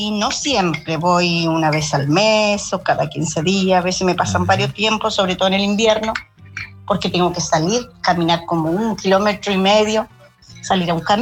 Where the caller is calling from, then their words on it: Florida, Biobío, Chile; mi iglesia quedaba en Concepción, Hualpén, y yo vivo en Florida